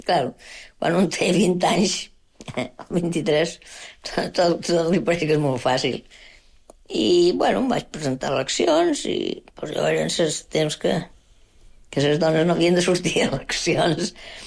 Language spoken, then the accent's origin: Catalan; Balearic Islands, Spain; Jo, de Menorca, he nascut a Menorca, però m'ha agradat molt tot el Louis Vicent.